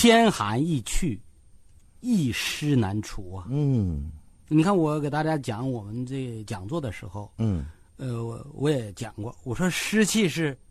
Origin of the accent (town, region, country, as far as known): Jilin, China